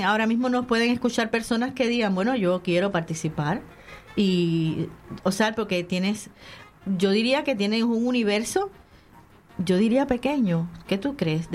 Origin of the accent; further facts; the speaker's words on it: Cuba; moved away; yo soy cubana y me muero siendo cubana.